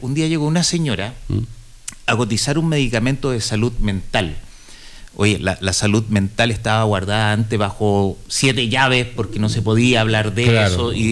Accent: Rinconada de Silva, Valparaíso, Chile; also born or lived in Santiago; now in Putaendo, Chile; Yo soy nacido y criado en Rinconada de Silva

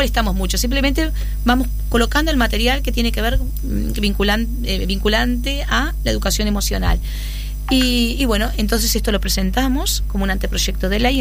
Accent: Uruguay; como uruguayos que somos

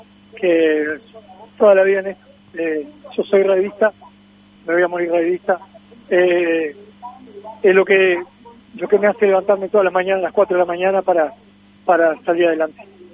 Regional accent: Zapicán, Lavalleja, Uruguay; moved away; en mi pueblo, en Zapicán

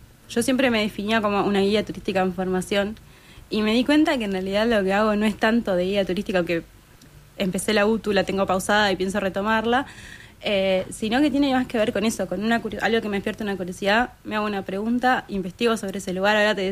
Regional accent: Melo, Cerro Largo, Uruguay; moved away as an adult; now in Montevideo, Uruguay; Yo vengo de Melo, allá al norte, de una ciudad que amo profundamente, en la que viviría si hubiese más oportunidades. Y sí creo que influenció mucho el hecho de que yo de niña venía a visitar a mi abuela, que vivía en el Buceo, donde vivo yo hoy en día.

